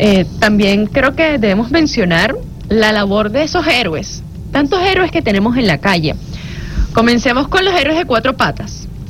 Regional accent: Venezuela; sobrevivimos a tantas cosas que como venezolanos hemos atravesado

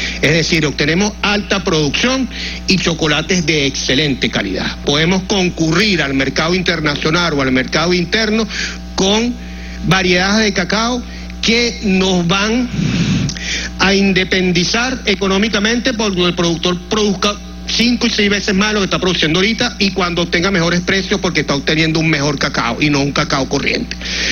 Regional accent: Venezuela; nos ha identificado como venezolanos

